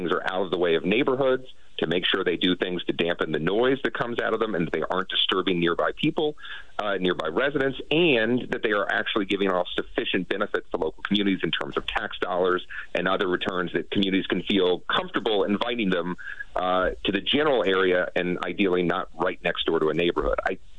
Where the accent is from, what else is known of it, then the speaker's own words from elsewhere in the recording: Virginia, United States; outside of Virginia, my hometown, our home state